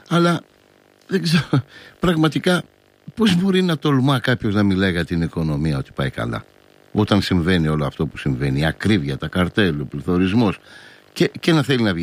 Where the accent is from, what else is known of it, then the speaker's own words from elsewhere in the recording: Greece; να μας κάνει περήφανους ως Έλληνες